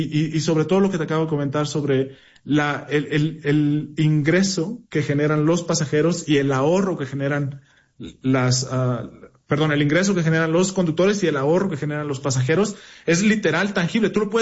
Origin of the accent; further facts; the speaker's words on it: Matamoros, Tamaulipas, Mexico; Yo soy de Matamoros, pero yo voy a Matamoros cada 2-3 semanas.